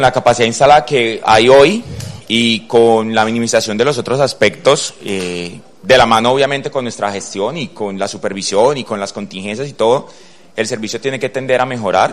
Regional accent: Buenaventura, Valle del Cauca, Colombia; Soy de Buenaventura y me duele Buenaventura.

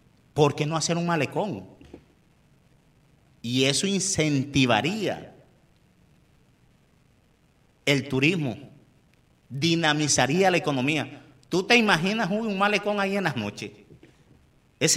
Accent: San Juan del Cesar, Cesar, Colombia; aquí hicieron un parque ecológico, precisamente en el barrio de donde soy.

